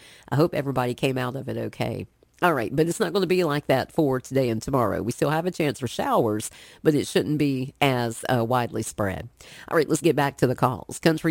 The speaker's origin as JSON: {"language": "English", "region": "the South", "country": "United States", "said": "I'm from the South, okay?"}